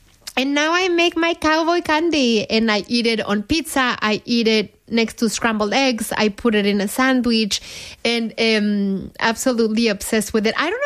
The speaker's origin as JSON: {"language": "English", "region": "Mexico City", "country": "Mexico", "tie": "born or raised there", "said": "It was very popular when I was growing up in Mexico City and central Mexico."}